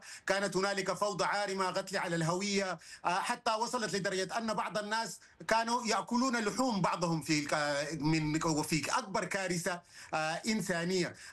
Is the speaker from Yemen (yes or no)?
no; Sudan; نحن كسودانيين ومراقبين،